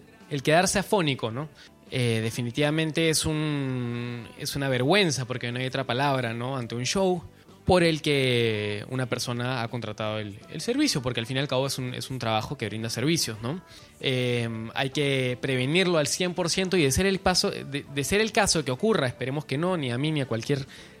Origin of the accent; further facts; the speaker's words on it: Peru; como peruanos todos somos recontra emprendedores